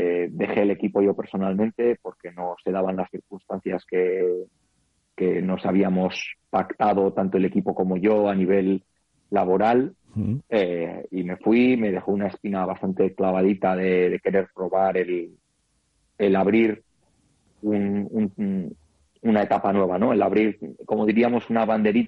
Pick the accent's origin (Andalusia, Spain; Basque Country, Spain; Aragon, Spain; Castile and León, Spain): Basque Country, Spain; moved away as an adult; now in Taiwan; nosotros, en Euskadi, la peculiaridad de nuestro territorio, con nuestra lengua, con una historia peculiar, ¿no? Nos da una identidad.